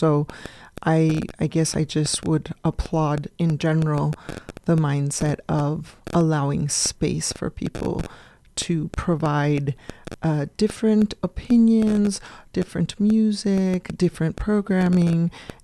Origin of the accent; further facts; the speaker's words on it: Texas, United States; moved away; When I came here from Texas, my parents, grandparents, everyone is from Texas. So I'm one of those people that say, I didn't cross the border. The border crossed me with the Treaty of Guadalupe Hidalgo back in the 1800s.